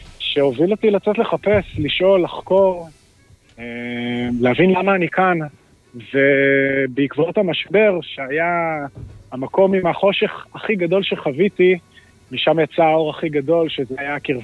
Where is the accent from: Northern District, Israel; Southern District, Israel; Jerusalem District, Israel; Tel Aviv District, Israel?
Tel Aviv District, Israel; Herzliya; בן 26, וגדלתי בהרצליה, בבית חילוני לחלוטין, בחינוך חילוני, בית ספר חילוני.